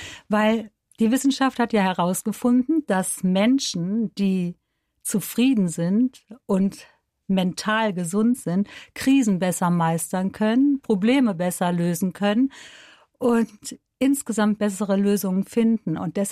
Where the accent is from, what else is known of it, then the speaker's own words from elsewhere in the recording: Bonn, North Rhine-Westphalia, Germany; ich komme ja aus Bonn, ne?